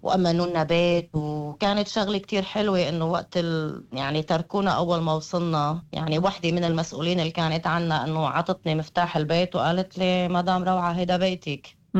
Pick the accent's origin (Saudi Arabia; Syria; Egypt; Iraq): Syria; moved away as an adult; also born or lived in Aleppo / Latakia / Lebanon; now in Australia; جينا نحن على أستراليا بال 2017. أكيد هلأ نحن كنا عايشين مرتاحين مبسوطين ببيتنا ببلدنا بضيعتنا